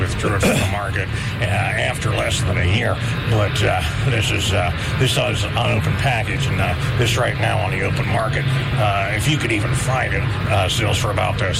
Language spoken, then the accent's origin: English; Ross Township, Pennsylvania, United States; I'm from Ross Township.